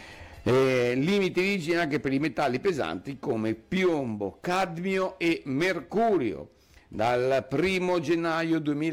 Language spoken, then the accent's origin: Italian; Venice, Veneto, Italy; moved away; al mio paese dove stavo io, su a Venezia